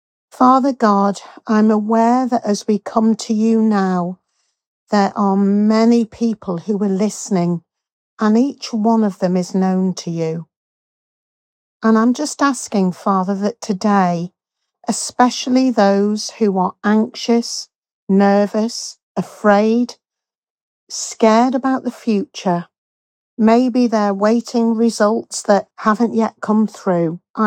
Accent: Leeds, Yorkshire and the Humber, United Kingdom; from Leeds

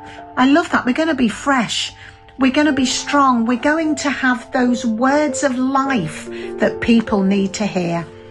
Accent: Leeds, Yorkshire and the Humber, United Kingdom; from Leeds

